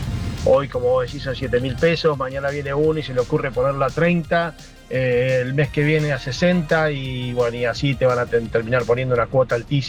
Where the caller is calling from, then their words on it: Buenos Aires, Argentina; el … de Flores